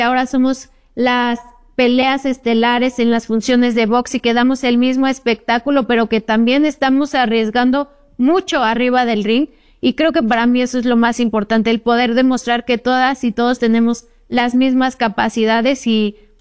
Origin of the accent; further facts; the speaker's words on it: Mexico; porque soy de la Junta Auxiliar de la Libertad